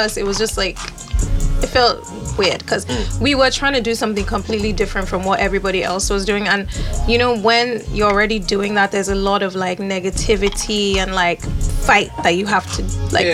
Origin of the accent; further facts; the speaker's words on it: Nigeria; I'm a Nigerian girl.